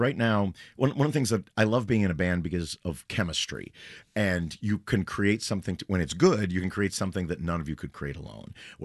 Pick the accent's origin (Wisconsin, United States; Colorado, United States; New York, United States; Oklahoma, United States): New York, United States; born there; accent: New Yorker; now in California, United States; I was born in Harlem, 142nd and Riverside.